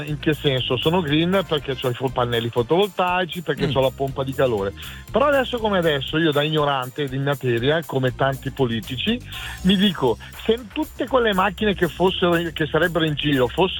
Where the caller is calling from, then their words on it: Lombardy, Italy; chiamo da Brescia, ma sono della Valle Camonica.